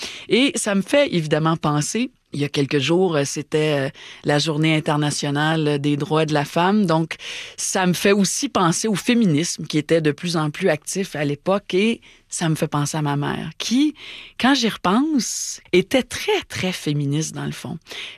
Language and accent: French; Montreal, Quebec, Canada; puis tellement qu'elle avait une boutique de vêtements à Villemard, dans le sud-ouest de Montréal, là où j'ai grandi.